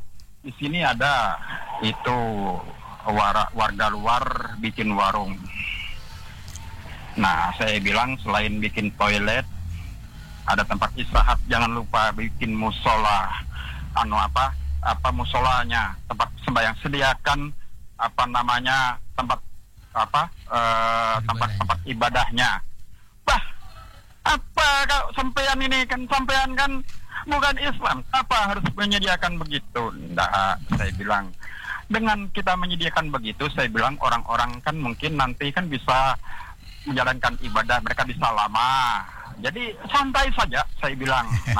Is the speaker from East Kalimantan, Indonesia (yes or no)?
yes; East Kalimantan, Indonesia; Saya sebagai warga Kaltim, saya sebagai